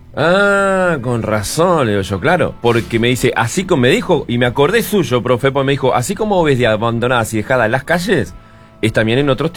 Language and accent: Spanish; Maldonado, Uruguay; nosotros andamos de paseo, le somos de Maldonado. Tengo dos hijas en Maldonado.